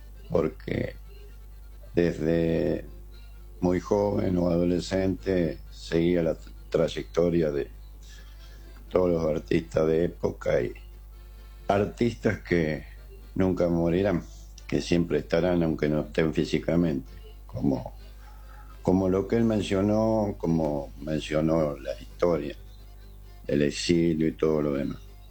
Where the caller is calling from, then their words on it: San Nicolás, Argentina; Les habla … de San Nicolás